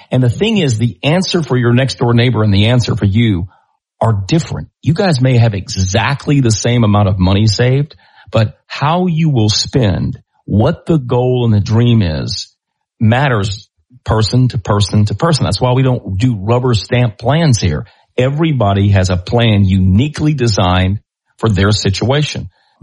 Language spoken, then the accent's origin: English; Irwinville, Georgia, United States; I grew up in Irwinville, and when my dad got ready to build Faith Church on Highway 190